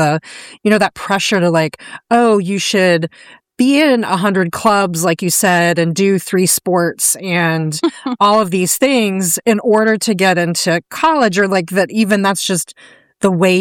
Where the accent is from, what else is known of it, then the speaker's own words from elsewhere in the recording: Omaha, Nebraska, United States; moved away as an adult; I grew up in Omaha, Nebraska